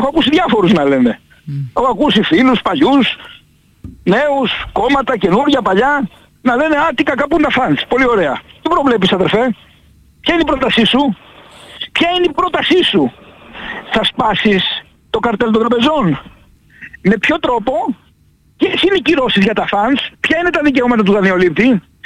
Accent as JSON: {"language": "Greek", "area": "Kefalonia", "region": "Ionian Islands", "country": "Greece", "moved": "yes", "said": "έρχομαι και εγώ στην Κεφαλονιά. Καλά, πέρα από το γεγονός ότι είναι η πατρίδα μου και χαίρομαι κάθε φορά που έρχομαι"}